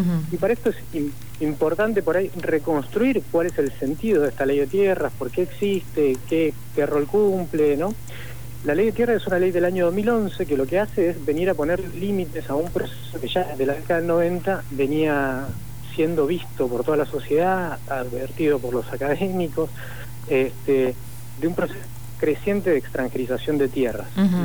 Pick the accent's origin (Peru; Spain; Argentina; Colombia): Argentina; nosotros como argentinos